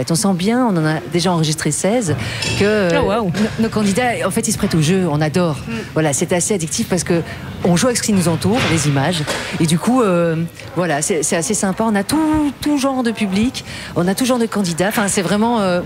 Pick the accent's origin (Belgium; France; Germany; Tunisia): Belgium; Brussels; Moi, je suis bruxelloise, en fait, d'origine.